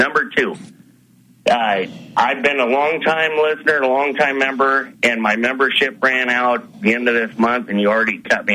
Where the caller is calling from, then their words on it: Mill City, United States; from Mill City.